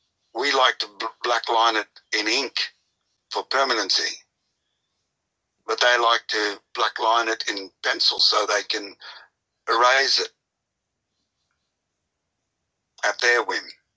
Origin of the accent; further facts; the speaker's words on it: Australia